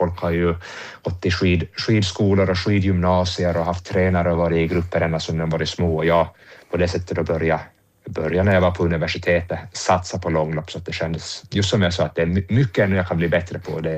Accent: Åland, Åland Islands; Och sen är det ju faktiskt så att som ålänning så måste man ju...

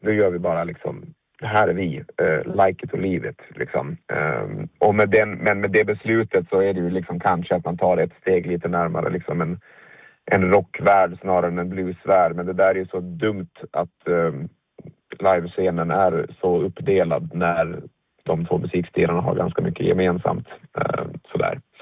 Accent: Åland, Åland Islands; hemma på Åland

